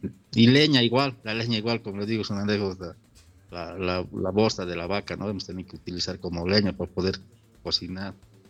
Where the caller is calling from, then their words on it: Cochabamba, Bolivia; yo, por ejemplo, soy de Cochabamba